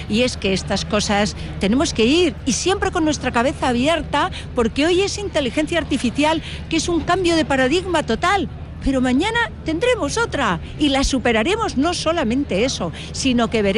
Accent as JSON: {"language": "Spanish", "country": "Spain"}